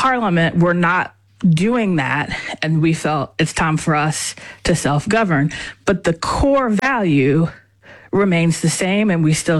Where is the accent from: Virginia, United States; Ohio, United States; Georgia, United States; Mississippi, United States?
Virginia, United States; I was born and raised in Virginia.